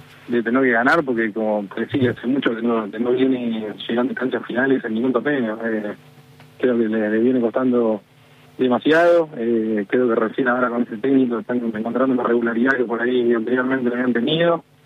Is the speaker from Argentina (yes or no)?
yes; Argentina; yo como argentino te voy a decir que quiero ganar Argentina